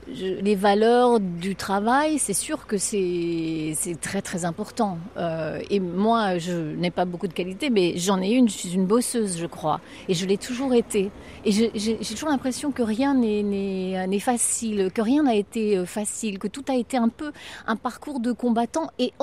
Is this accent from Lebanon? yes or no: no; Brittany, France; born or raised there; now in Paris region, France